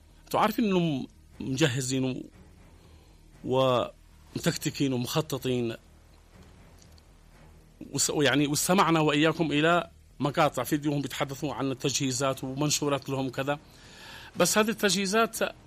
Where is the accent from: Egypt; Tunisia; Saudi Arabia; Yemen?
Yemen; بس احنا كيمنيين معركة مصيرية